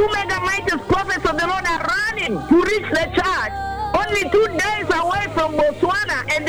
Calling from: Kenya; I am calling from Nambale region in Busia Central.

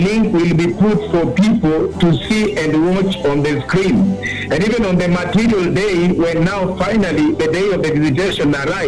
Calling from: Kisumu, Kisumu County, Kenya; I'm calling from Kisumu, Renton

